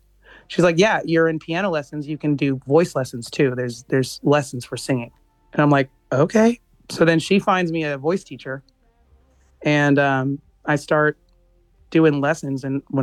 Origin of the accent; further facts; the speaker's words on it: Austin, Texas, United States; Even though I am from Austin, Texas, the land of UT.